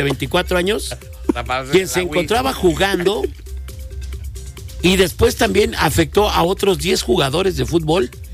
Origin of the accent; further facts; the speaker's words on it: Mexico; y eso es lo que a mí, como mexicano, me molesta.